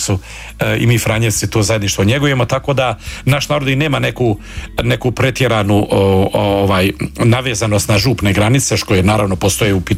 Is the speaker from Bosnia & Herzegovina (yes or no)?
yes; Bulići, Federation of Bosnia and Herzegovina, Bosnia & Herzegovina; also born or lived in Visoko; Da, ja sam rođen, dakle, nedaleko u mjestu Bulići, 10.10.1968. Od roditelja … dakle, katolički, tradicionalni hrvatskoj katoličkoj obitelji.